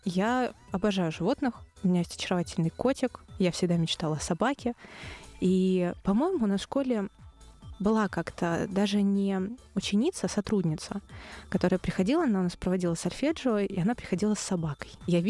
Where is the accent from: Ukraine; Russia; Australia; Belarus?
Russia; Nizhny Novgorod, Nizhny Novgorod Oblast; Я из Нижнего Новгорода